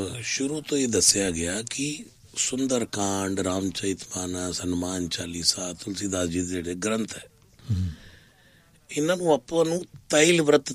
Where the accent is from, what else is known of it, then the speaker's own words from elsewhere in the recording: Delhi, India; born there; ਦੋ ਮੰਦਰ ਬਣਵਾਏ ਜਿੱਥੇ ਮੇਰਾ ਜਨਮ ਹੋਇਆ ਸੀ